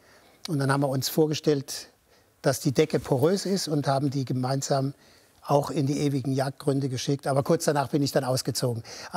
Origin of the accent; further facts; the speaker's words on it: Mannheim, Baden-Württemberg, Germany; Ich bin gebürtiger Mannheimer und bin den größten Teil meines Lebens zwischen Mannheim und Heidelberg groß geworden.